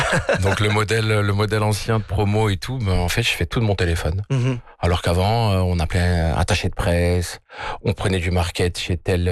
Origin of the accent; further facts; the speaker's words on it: France; moved away as an adult; now in Morocco; je suis originaire de France, j'ai grandi et né en France